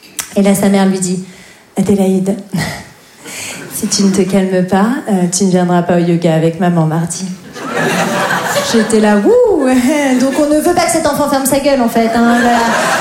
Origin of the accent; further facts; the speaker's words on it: Grand Est, France; j'ai grandi en Lorraine.